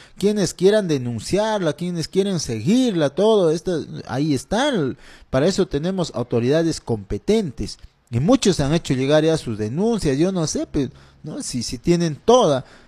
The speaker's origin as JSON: {"language": "Spanish", "country": "Peru", "said": "Somos peruanos"}